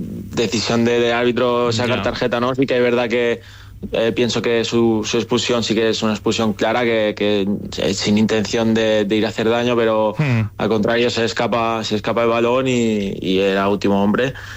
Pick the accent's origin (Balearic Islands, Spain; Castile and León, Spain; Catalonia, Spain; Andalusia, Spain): Balearic Islands, Spain; Manacor; porque al final yo he estado toda la vida en Manacor, claro. Soy de ahí, tengo muchísimos amigos y bueno, soy de Manacor